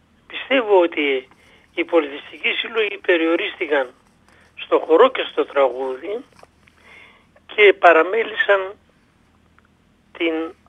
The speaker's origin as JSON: {"language": "Greek", "country": "Greece", "said": "επειδή συμβαίνει να είμαι Έλληνας"}